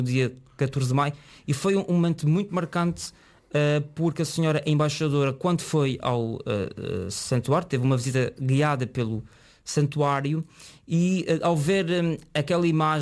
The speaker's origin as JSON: {"language": "Portuguese", "town": "Água de Pau", "region": "Azores", "country": "Portugal", "tie": "born or raised there", "lives_now": "Livramento, Portugal", "said": "Eu sou natural da Vila da Água de Pau. A minha alma está, digamos, em Água de Pau, mas eu resido, vivo no Livramento, mas a Água de Pau está sempre para mim todos os dias."}